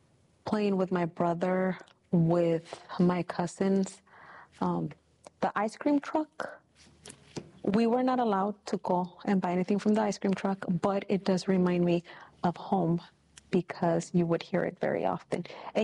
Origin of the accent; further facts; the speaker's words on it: Oxnard, California, United States; also born or lived in Port Hueneme, California / Long Beach, California; I was born in Port Hueneme. I grew up in Oxnard, specifically in the neighborhood of La Colonia, just over the bridge.